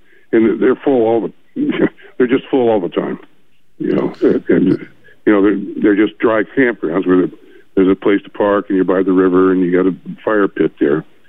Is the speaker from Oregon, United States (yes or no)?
yes; Port Orford, Oregon, United States; born or raised there